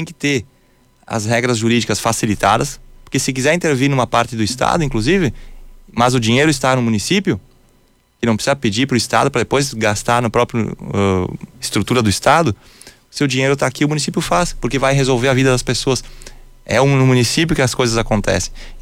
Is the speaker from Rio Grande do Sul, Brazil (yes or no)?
yes; Rio Grande do Sul, Brazil; Sou do estado do Rio Grande do Sul